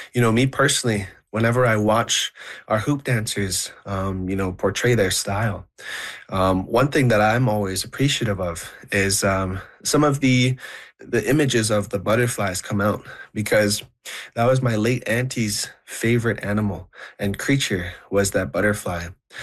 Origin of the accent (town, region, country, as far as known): Ottawa, Ontario, Canada; born or raised there